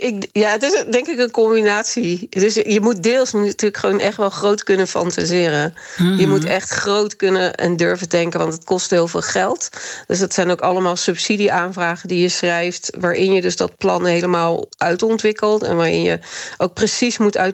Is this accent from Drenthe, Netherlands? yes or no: no; Rotterdam, South Holland, Netherlands; ik kom zelf uit Rotterdam-West, of ik woon in Rotterdam-West, en vlakbij waar Fortuin woonde.